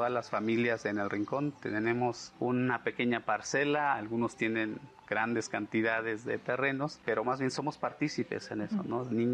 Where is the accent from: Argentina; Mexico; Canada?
Mexico; Tanetze de Zaragoza, Oaxaca; provengo de la comunidad de Tanetze, Zaragoza, el lugar en donde producimos y vivimos con el café.